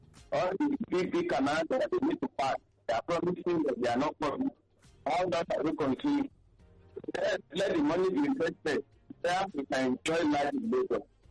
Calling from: Ojo, Lagos, Nigeria; from Ojo.

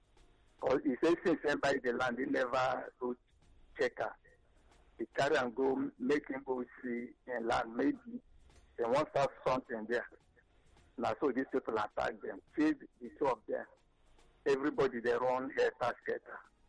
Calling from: Imo, Nigeria; I'm not from the north, so I'm from Imo State

